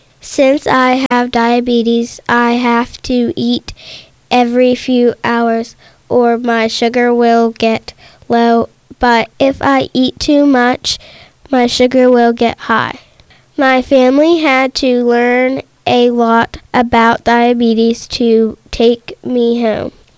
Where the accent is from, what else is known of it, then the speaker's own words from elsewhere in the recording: Sligo, Pennsylvania, United States; I'm 7 years old, and I'm from Sligo, Pennsylvania.